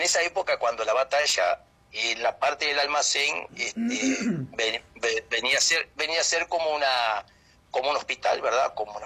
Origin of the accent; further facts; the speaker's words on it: Paysandú, Uruguay; yo soy de Paysandú